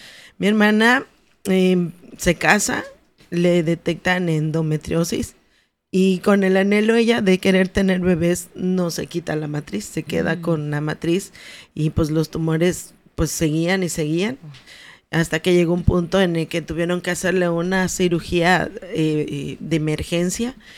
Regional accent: Chiapas, Mexico; moved away as an adult; also born or lived in Cancún; now in Mérida, Mexico; Yo ya me había casado, yo me salgo de Chiapas, que es de donde soy, me caso con Gabriel y me voy a vivir a Cancún y luego me vengo a Mérida.

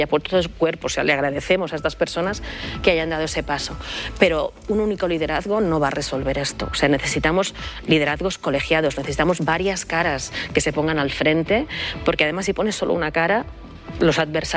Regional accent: Catalonia, Spain; Quiero decir que a mí, personalmente, como catalana, no me sorprende que Junts esté cerca de la patronal inmobiliaria.

